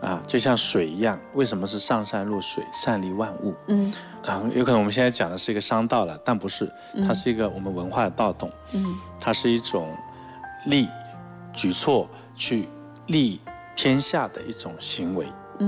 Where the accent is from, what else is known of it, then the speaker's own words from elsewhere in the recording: China; 我们中国人